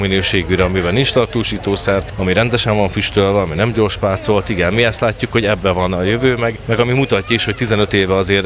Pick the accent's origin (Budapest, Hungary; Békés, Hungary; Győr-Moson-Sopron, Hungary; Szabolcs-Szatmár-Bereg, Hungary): Békés, Hungary; Békéscsaba; Nem, én agrármérnök vagyok, de Békés Csabai származású vagyok, így a szülőktől jött ez, hogy kolbász gyártunk